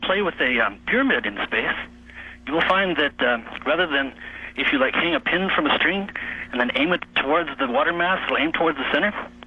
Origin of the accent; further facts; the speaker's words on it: Minnesota, United States; accent: Canadian; now in Arcata, California, United States; I'm originally from Minnesota.